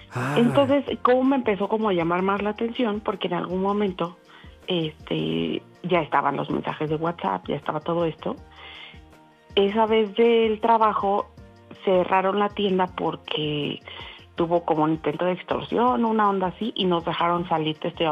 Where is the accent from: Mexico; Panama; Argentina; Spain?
Mexico; State of Mexico; De aquí del Estado de México.